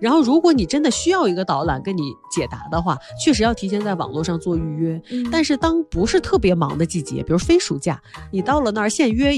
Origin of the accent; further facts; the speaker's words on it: China; 那个老板当发现我是中国人的时候